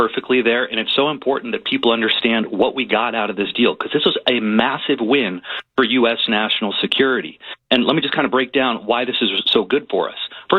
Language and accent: English; Arizona, United States; I'm from Arizona, and even that's pretty fraught